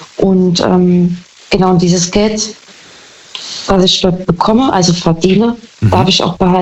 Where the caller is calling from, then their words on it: Saarbrücken, Saarland, Germany; Saarbrücken.